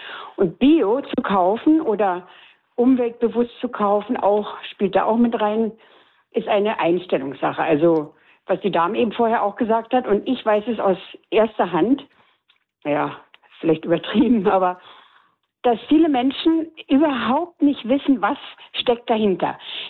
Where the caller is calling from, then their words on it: Germany; Aber ich selbst bin aus der DDR